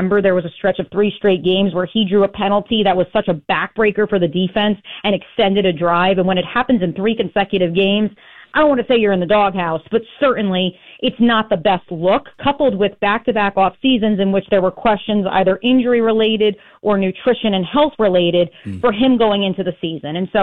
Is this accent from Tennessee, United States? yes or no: no; New Jersey, United States; moved away; I'm from New Jersey back in the day too